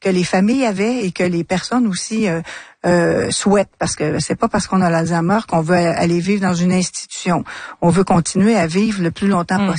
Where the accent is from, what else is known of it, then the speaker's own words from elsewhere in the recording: Trois-Rivières, Quebec, Canada; Bien, moi, je suis de Trois-Rivières